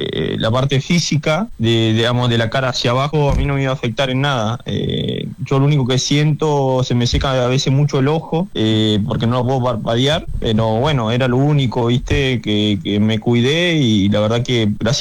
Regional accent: Neuquén, Argentina; la verdad es, yo de verdad que soy de Neuquén, pero se me ha pegado un poquito la tonada. Es difícil todo el día escuchando a los cordobeses, que no se te pegue un poco.

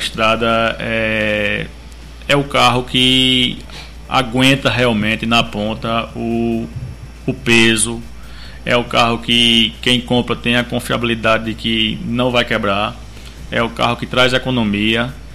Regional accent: Caicó, Rio Grande do Norte, Brazil; born there; moved away; lá da minha terra, lá de Caicó

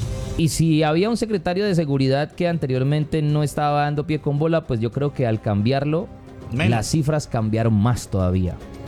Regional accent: Cali, Valle del Cauca, Colombia; para nosotros como ciudadanos y como caleños de a pie que andamos en las esquinas, que andamos por todo lado

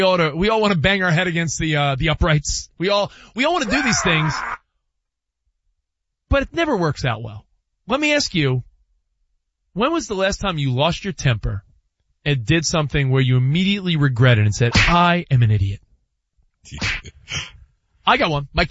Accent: New York, United States; I'm from New York.

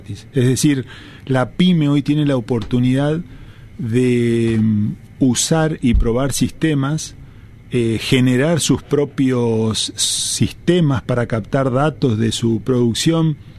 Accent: Chaco, Argentina; moved away; porque viajo seguido a mis pagos, soy del interior del Chaco.

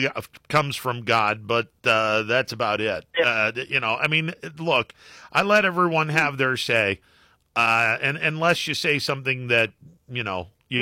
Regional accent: Leetonia, Ohio, United States; my hometown of Letonia, Ohio, which back in the day was about 80 to 90% Italian.

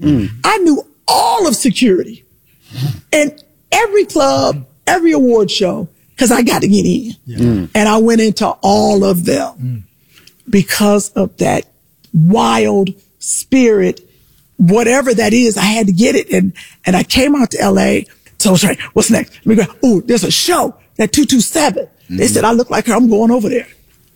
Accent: Cleveland, Ohio, United States; I'm from Cleveland.

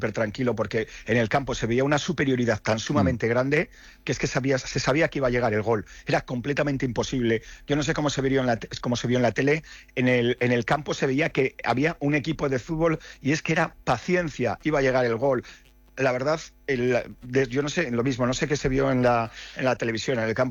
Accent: Valladolid, Castile and León, Spain

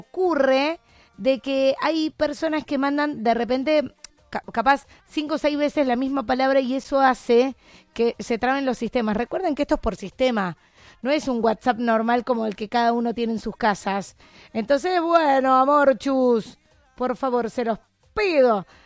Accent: Argentina; Obviamente somos argentinos.

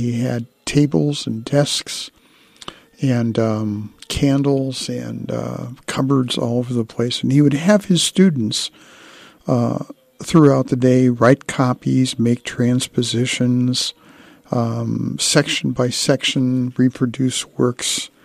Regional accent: Indiana, United States; I am from Indiana, have gone to the Indy 500 a couple of times, and it's quite an event.

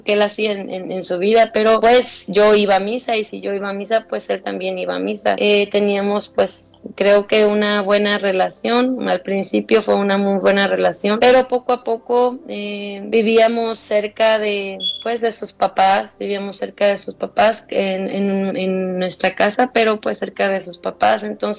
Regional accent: Mexico; moved away; Pero fue una experiencia dura, pero creo que necesaria para valorar mucho de lo que tenía en mi niñez en México, y acá pues no se nos daba.

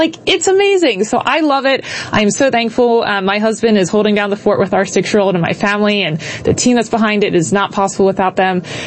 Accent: Street, Maryland, United States; I grew up in North Harford. I grew up in Street, so that's just north of, like, Forest Hill, Jarrettville area.

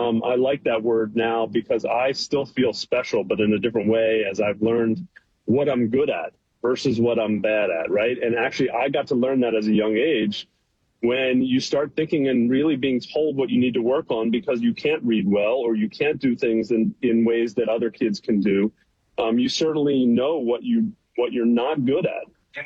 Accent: Baltimore, Maryland, United States; now in Philadelphia, United States; Yeah, so I live in suburban Philadelphia now, but I grew up in Baltimore.

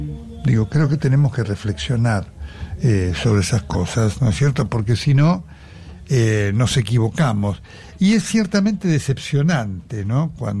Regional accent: Argentina; No somos de lo peor. No somos los mejores del mundo, pero nos sentimos orgullosos de ser los que somos.

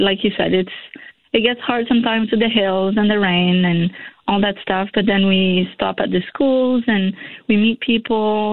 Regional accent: Montreal, Quebec, Canada; I'm originally from Montreal, but I'm moving to Nova Scotia.

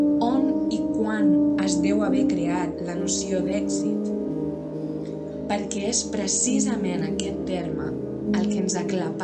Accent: Vilanova i la Geltrú, Catalonia, Spain; Vilanova i la Geltrú, d'on sóc jo.

